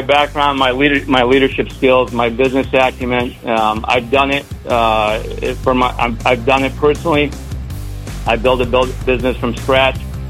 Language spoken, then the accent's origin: English; Caro, Michigan, United States; now in Florida, United States; So I was raised in Michigan.